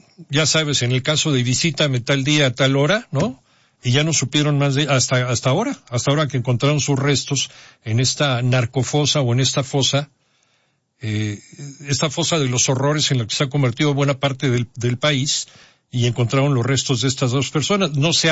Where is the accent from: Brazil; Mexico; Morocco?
Mexico